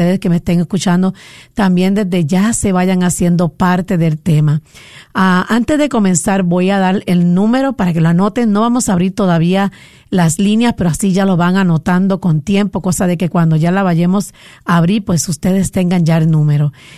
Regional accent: Puerto Rico; moved away; Estaba en mi país, Puerto Rico, pero gracias a Dios ya llegué.

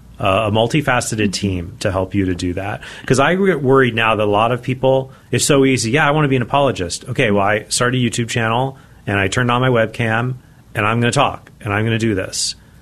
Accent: Arizona, United States; now in Dallas-Fort Worth, United States; growing up in Arizona

